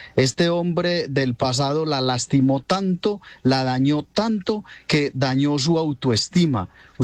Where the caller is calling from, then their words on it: Buenos Aires, Argentina; de Buenos Aires